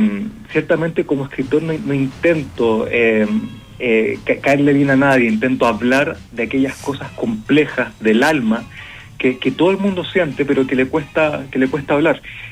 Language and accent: Spanish; Antofagasta, Chile; moved away as an adult; que es mi ciudad natal. Crecí en Antofagasta, soy antofagastino, estudié en Antofagasta básica y educación media.